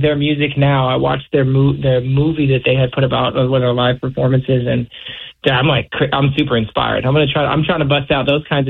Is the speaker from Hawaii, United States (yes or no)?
yes; Hawaii, United States; also born or lived in Seattle; When I moved to Hawaii when I was, summer before fifth grade. So I was actually born in Seattle.